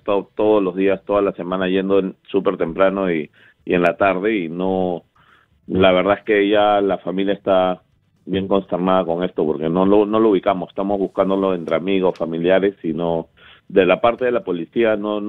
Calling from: Lima, Peru

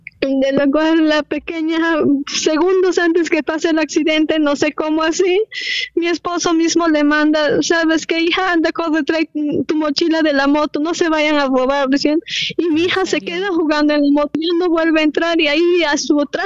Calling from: Ayacucho, Peru; Le llamo de acá del Hospital Regional de Ayacucho.

